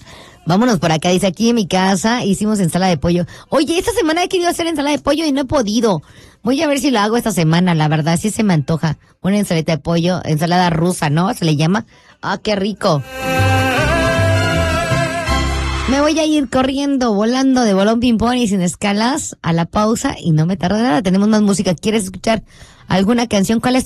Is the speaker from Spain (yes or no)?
no; Yucatán, Mexico; como somos buenos yucatecos